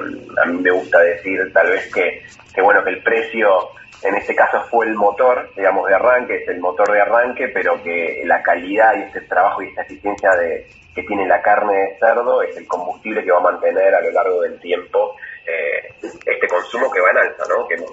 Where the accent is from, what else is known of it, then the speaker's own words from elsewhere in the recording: Argentina; nosotros, que en Argentina